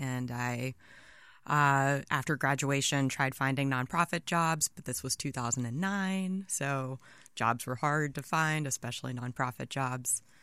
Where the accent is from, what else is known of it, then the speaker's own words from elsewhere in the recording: Athens, Georgia, United States; I'm from Athens, Georgia.